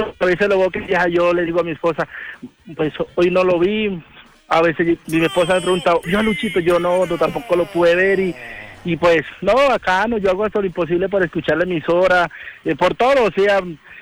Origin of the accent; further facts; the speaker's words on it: Montería, Córdoba, Colombia; Yo soy de Córdoba, Montería.